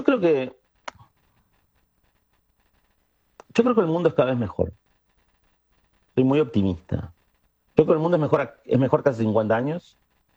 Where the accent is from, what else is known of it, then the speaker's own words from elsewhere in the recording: Rosario, Santa Fe, Argentina; born there; Acá, bueno, en Buenos Aires, en los centros urbanos, en Rosario, en donde yo nací, una ciudad muy, muy progresista.